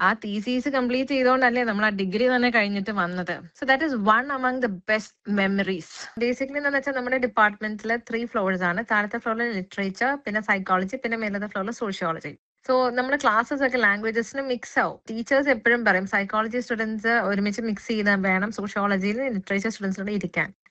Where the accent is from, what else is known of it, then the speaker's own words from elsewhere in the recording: Ernakulam, Kerala, India; also born or lived in Coimbatore; എറണാകുളം സ്വദേശിയാണ്.